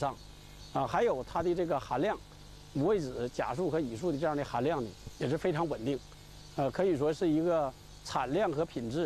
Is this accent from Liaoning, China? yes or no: yes; Huludao, Liaoning, China; 我们葫芦岛市